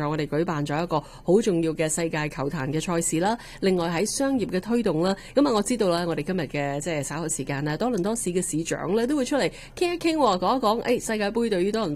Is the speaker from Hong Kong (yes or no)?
no; Canada; 原来我哋加拿大人咧系对足球咧系更加热爱嘅